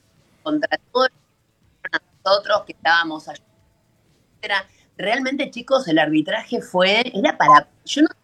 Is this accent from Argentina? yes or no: yes; Argentina